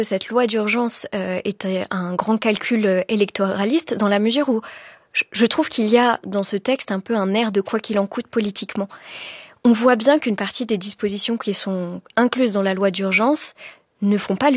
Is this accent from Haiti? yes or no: no; France; chez nous en France